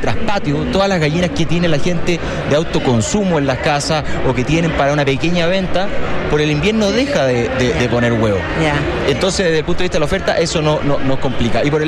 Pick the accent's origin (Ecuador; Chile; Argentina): Chile